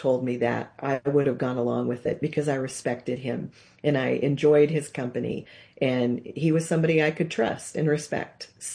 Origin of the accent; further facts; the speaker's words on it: Nebraska, United States; now in Colorado, United States; I grew up in Nebraska in a small town around all of my cousins and aunts and uncles.